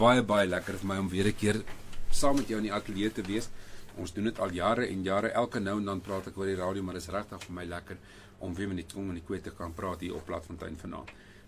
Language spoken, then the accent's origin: Afrikaans; Mpumalanga, South Africa; Ek is gebore in Mpumalanga, in Oost-Transvaal, daar jare gewees. Ek het groot geword daar. Ek is 'n boerse kind. Ek het daar op 'n plaas groot geword.